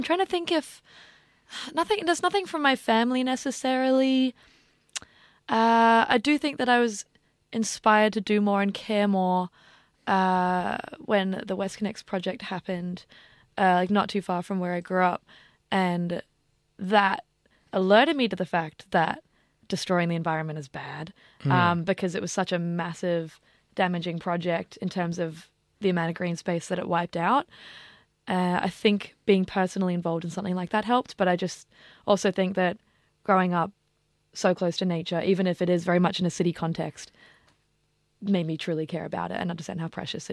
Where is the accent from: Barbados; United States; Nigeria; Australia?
Australia; Sydney, New South Wales; I was raised in Sydney, right, like on Wongal country, and it was pretty close to the Parramatta River, and I've always felt like, I went to high school, Riverside Girls High School in Gladesville, and that's like right next to the river.